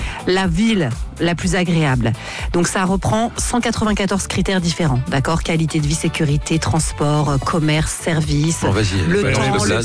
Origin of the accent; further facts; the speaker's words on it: Nouvelle-Aquitaine, France; moved away; Oui, je suis basque.